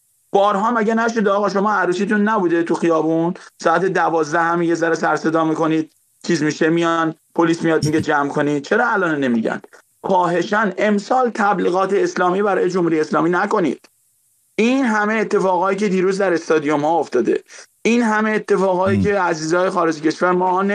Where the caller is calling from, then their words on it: Iran; من نزدیک 40 سالمه، 30 سالش توی هیئت‌ها بزرگ شدم، یعنی نه تقصیر من نبوده، همه ایرانی این شکلی بودن.